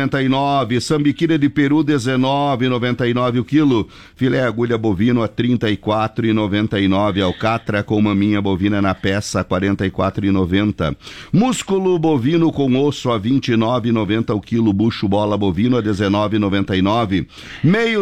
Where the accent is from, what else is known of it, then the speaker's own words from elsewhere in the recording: Caçador, Santa Catarina, Brazil; diz lá na minha terra, o caboclo diz assim, nós cabocão lá em Caçador